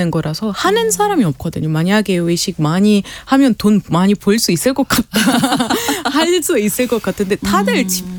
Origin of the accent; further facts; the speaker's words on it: Alexandria, Alexandria Governorate, Egypt; moved away; 북쪽 알렉산드리아 우리 고향